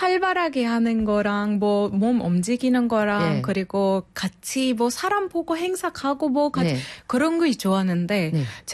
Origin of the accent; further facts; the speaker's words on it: Egypt; first language Arabic; Korean is a second language; moved away as an adult; now in South Korea; 이집트에서 온